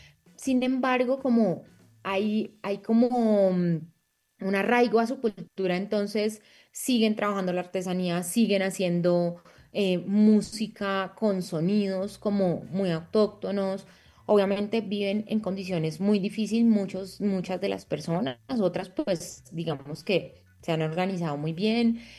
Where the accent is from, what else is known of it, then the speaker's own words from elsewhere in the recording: Cali, Valle del Cauca, Colombia; moved away as an adult; now in Bogotá, Colombia; Yo también soy migrante, pues soy de Cali, pero vivo en Bogotá hace 16 años.